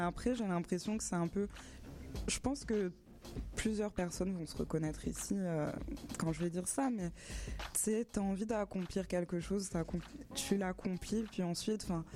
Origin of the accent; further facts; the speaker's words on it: Southern France, France; moved away as an adult; also born or lived in Guadeloupe / London / Paris; En gros, je suis née en Guadeloupe, j'ai grandi dans le sud de la France. J'ai fait Londres, après j'ai fait Paris